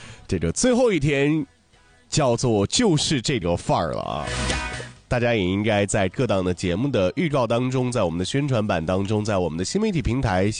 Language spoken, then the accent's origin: Chinese; Dalian, Liaoning, China; 对于咱们大连人来说是一个开海的日子。